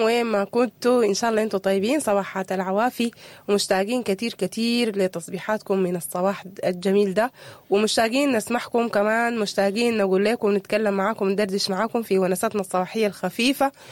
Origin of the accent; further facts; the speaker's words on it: Sudan; هل إحنا كشعب سوداني في الوقت الجاي ده محتاجين نعرف أكتر